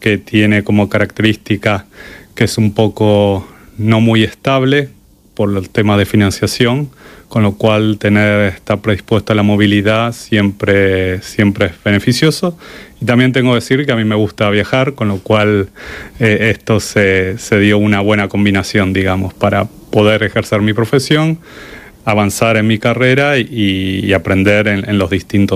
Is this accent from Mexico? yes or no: no; Argentina; moved away as an adult; also born or lived in Madrid, Spain / Australia / Canada; now in Brussels, Belgium; yo soy argentino